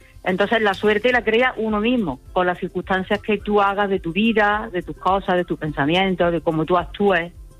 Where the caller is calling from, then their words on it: Córdoba, Andalusia, Spain; de Córdoba.